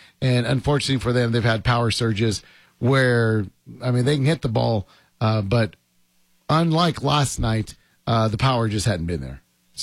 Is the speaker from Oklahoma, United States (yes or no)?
yes; Oklahoma City, Oklahoma, United States; I'm from Southside, Oklahoma City.